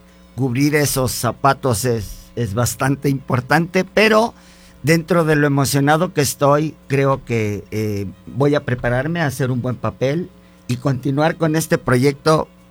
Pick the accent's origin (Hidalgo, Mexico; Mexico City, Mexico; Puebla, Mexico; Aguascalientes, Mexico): Hidalgo, Mexico; para mí el tener esta oportunidad de poder platicar acerca de la bella costumbre, tradiciones de nuestro estado de Hidalgo.